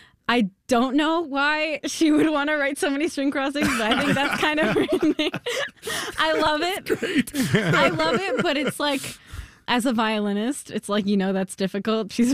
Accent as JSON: {"language": "English", "country": "Spain", "tie": "born or raised there"}